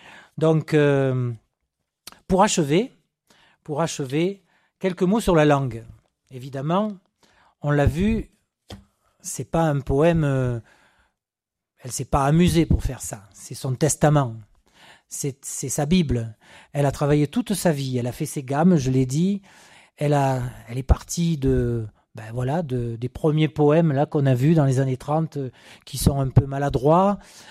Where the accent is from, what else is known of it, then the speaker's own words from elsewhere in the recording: Castellane, Provence-Alpes-Côte d'Azur, France; même chez moi à Castellane, la mésange c'est lou pit abeillon.